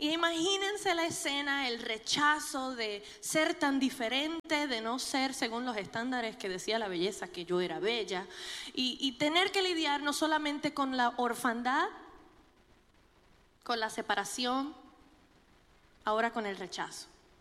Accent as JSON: {"language": "Spanish", "country": "Puerto Rico", "tie": "born there", "also_born_or_lived": "New York", "moved": "yes", "said": "un boricua. Y nos mudamos de New York a Puerto Rico. Y en Puerto Rico fue donde me crié desde los 7 años y medio de edad. Y me siento más boricua que el coquí. Pero soy de las boricuas que come y hace mangú."}